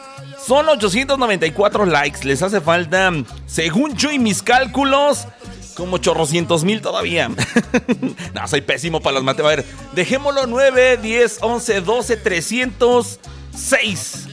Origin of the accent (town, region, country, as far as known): Mexico